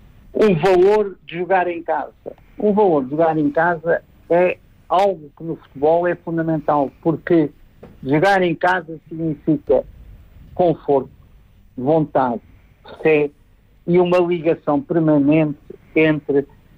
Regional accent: Viseu, Centro, Portugal; Eu sou de Viseu, cresci em Viseu

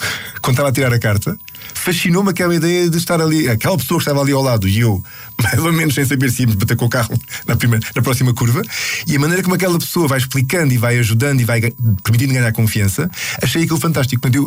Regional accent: Lisbon, Portugal; moved away; A minha infância foi passada ali no Lumiar, um bairro muito típico de Lisboa

